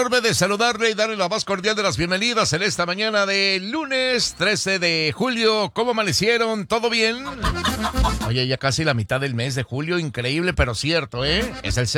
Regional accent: Mexico; uno como mexicano ya está acostumbrado

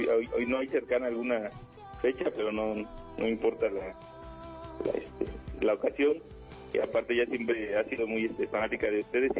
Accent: Tehuacán, Puebla, Mexico; now in Tula, Mexico; nosotros somos originarios de Tehuacán, Puebla, nos venimos a vivir aquí a Tula por trabajo.

